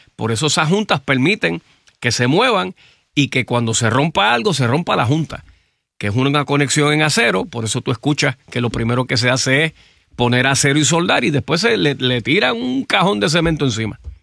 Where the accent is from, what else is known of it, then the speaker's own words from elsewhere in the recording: Puerto Rico; tú y yo que nos criamos por Coupé y dimos vueltas sí. Por allí y después tú te fuiste para Country.